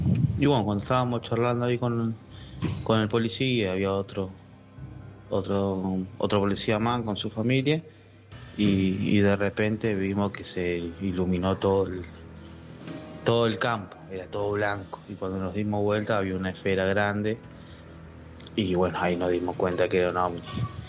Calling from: Chivilcoy, Buenos Aires Province, Argentina; soy de Chivilcoy.

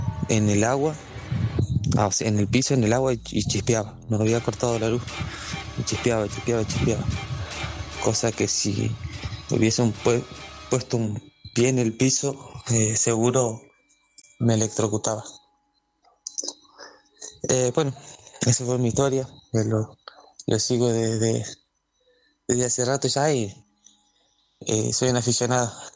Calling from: Chaco, Argentina; soy de Chaco, del interior, bastante del interior.

